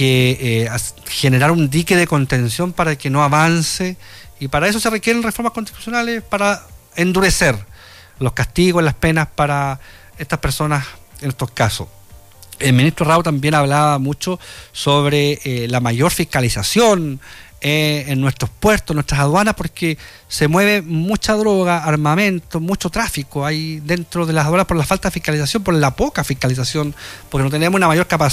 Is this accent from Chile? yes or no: yes; Chile